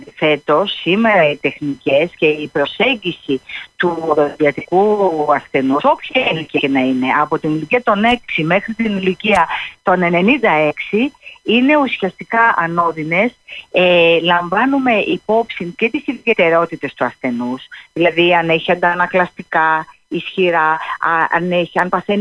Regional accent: Oitylo, Peloponnese, Greece; Εγώ κατάγομαι από το Ίτυλο. Η Μάνη είναι ένας πολύ όμορφος τόπος. Έχει πολύ ωραίες θάλασσες. Έχει ιδιαίτερη αρχιτεκτονική με τους πύργους.

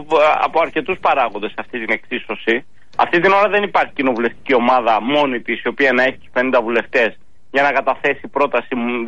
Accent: Greece; όπως το λέμε στα Ήρια, στο χωριό μου, στον Φάμελο

